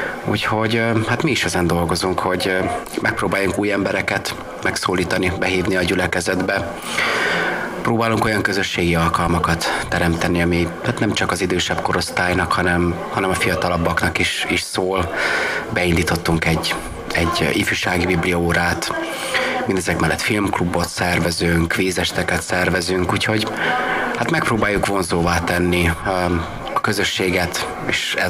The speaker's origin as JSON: {"language": "Hungarian", "region": "Satu Mare County", "country": "Romania", "moved": "as an adult", "lives_now": "Melbourne, Australia", "said": "Tavaly januárban érkeztünk, mi Erdélyből, pontosabban Párciumból érkeztünk, a határ menti területekről, Szatmár megyéből származunk mind a ketten, én is és a feleségem is"}